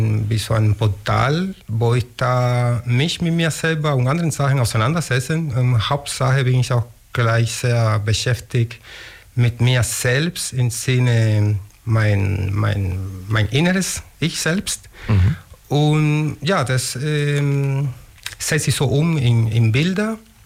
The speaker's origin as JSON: {"language": "German", "region": "Havana", "country": "Cuba", "second_language": "German", "moved": "as an adult", "lives_now": "Augsburg, Germany", "said": "Ich komme aus Havanna, Kuba. Lebe in Deutschland, in Augsburg, schon seit dann bald 23 Jahre lang"}